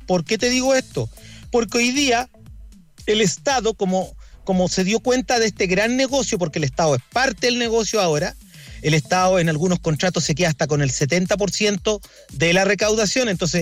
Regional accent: Chile; otro problema que tenemos como chilenos

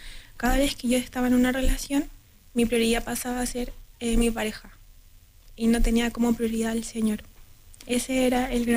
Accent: San Vicente de Tagua Tagua, O'Higgins, Chile; moved away as an adult; now in Santiago, Chile; yo soy de San Vicente, de Tahuatahua. Me vine a la universidad

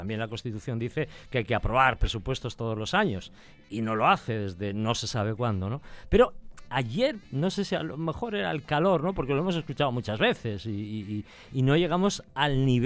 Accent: Spain

